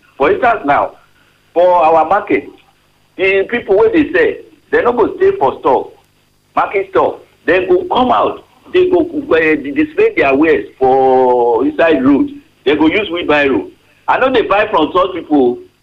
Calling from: Nigeria; I'm calling from Waroka.

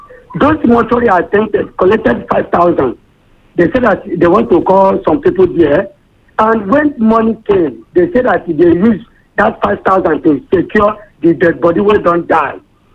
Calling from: Ore, Ondo, Nigeria; I'm calling from Ore here.

